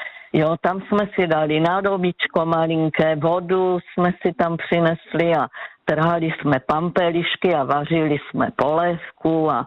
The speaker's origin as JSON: {"language": "Czech", "town": "Ostrava", "region": "Moravian-Silesian Region", "country": "Czechia", "tie": "born or raised there", "said": "dětství jsem trávila kousek v Ostravě, Zábřeh je tady jako Ostrava Zábřeh a dětství v Ostravě jedna."}